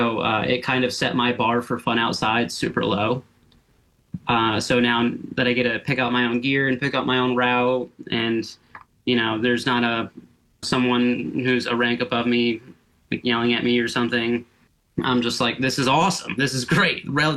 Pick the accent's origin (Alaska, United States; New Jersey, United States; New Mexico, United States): Alaska, United States; I was born in Alaska. I'm from Alaska, but my family moved around a lot.